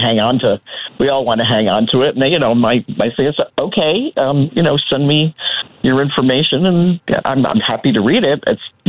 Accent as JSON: {"language": "English", "town": "Troy", "region": "New York", "country": "United States", "tie": "born or raised there", "said": "I grew up in Troy."}